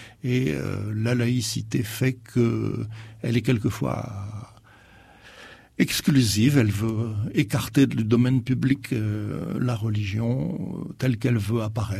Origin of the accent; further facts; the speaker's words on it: Fourmies, Hauts-de-France, France; Dans mon pays d'origine, à Fourmies, dans le Nord, les processions étaient interdites par les mairies de gauche socialiste pendant très très très longtemps, pendant 70 ans.